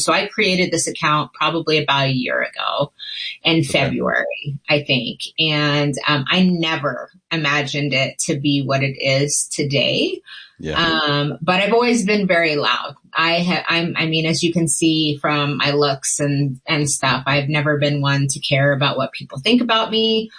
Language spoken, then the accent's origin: English; Kansas, United States; I grew up in Kansas, yeah. Northwest corner of Kansas, and grew up on a farm.